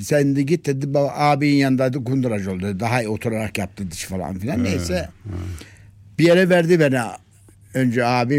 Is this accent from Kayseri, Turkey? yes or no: yes; Zile, Kayseri, Turkey; born there; Kayseri'nin Develi Kazası'nın Zile mahallesi oldu şimdi. Zile köyünden doğdum.